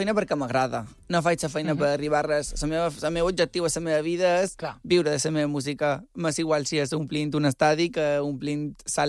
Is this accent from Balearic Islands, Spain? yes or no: yes; Balearic Islands, Spain; Som mallorquins.